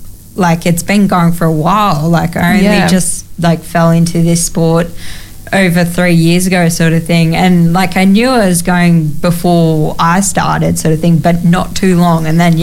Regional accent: Jervis Bay, New South Wales, Australia; growing up in Jervis Bay and that, the water has always been a part of my life and that sort of thing.

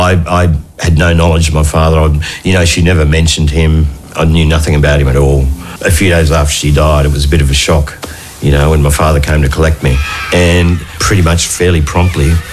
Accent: Sydney, New South Wales, Australia; born there; I was born in Sydney during the Menzies era

